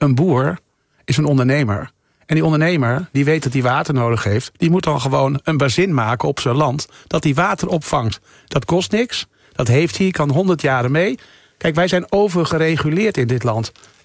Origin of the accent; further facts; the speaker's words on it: Nunspeet, Gelderland, Netherlands; ik ben boer, ik kom uit Nunspeet.